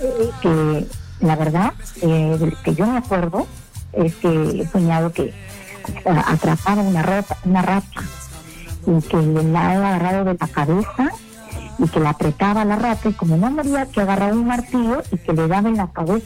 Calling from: Lima, Peru; te estoy llamando de San Juan de Miraflores.

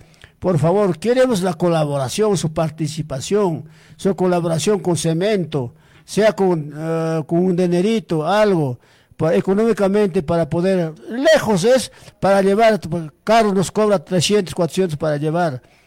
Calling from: Ayacucho, Peru; La población, el poblador que vivimos, los usuarios que somos de Aycará, San Jarara, Pucho, Gentilchea, todos los usuarios somos del pueblo.

